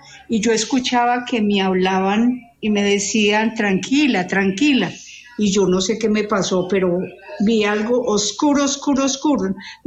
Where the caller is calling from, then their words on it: Medellín, Antioquia, Colombia; estoy en Medellín.